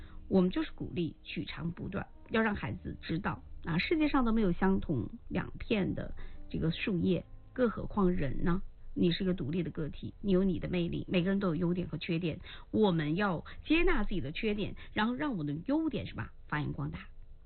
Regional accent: China

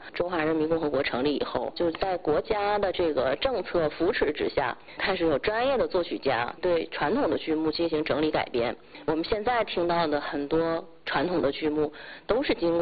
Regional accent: Northeast China, China

